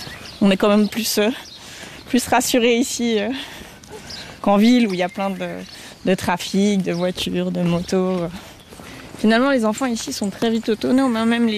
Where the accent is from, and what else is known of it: Jura, Switzerland